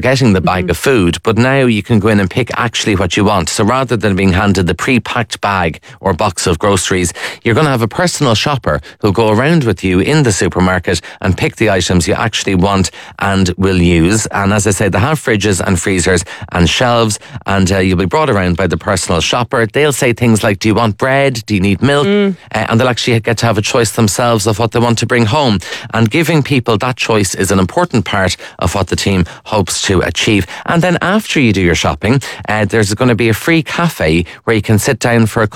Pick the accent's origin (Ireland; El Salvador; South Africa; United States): Ireland; Kildare, Leinster; I'm from Kildare